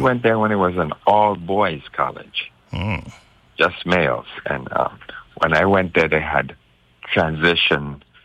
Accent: U.S. Virgin Islands; even though I am from the Virgin Islands.

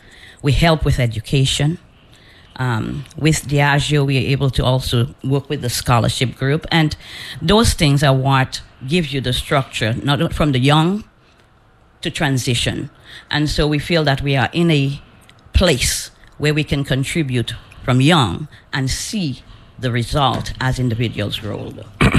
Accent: Dominica; moved away; I'm originally from Dominica.

